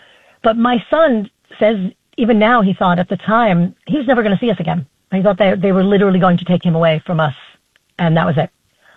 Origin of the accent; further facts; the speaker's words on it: New York, United States; you and I grew up in New York. I wouldn't say it was the safest time to live in New York.